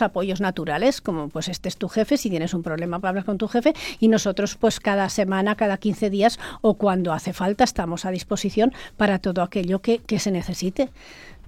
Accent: Cerler, Aragon, Spain; also born or lived in Fonz; Sí, soy de Cerler.

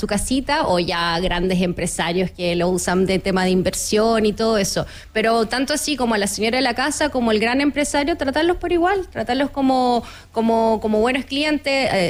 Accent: La Serena, Coquimbo, Chile; now in Santiago, Chile; yo por ejemplo soy de La Serena

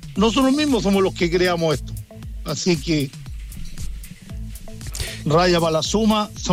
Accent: Santiago, Santiago Metropolitan Region, Chile; Yo me crié en Santiago desde los 4 años.

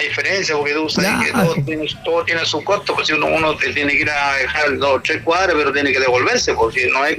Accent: Cañete, Biobío, Chile; moved away; yo también era Cañete, y Cañete también se escucha. Cuando era chico era Cañete. Entonces, un saludo para Cañete, para mi pueblo donde yo me crié.

